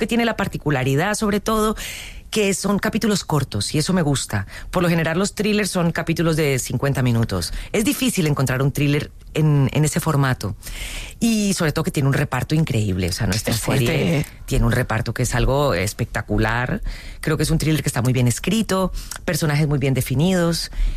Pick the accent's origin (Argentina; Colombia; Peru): Colombia; moved away as an adult; also born or lived in United States; now in Spain; soy una colombiana que llegó un poco intrusa a la industria española, sin conocer a nadie, sin saber nada aquí